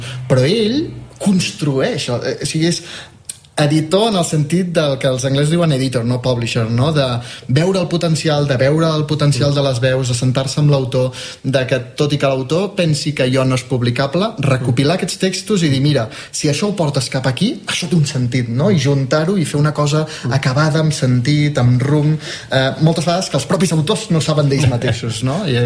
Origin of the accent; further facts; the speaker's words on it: Andorra; he fet aquí a Andorra, perquè jo sóc d'Andorra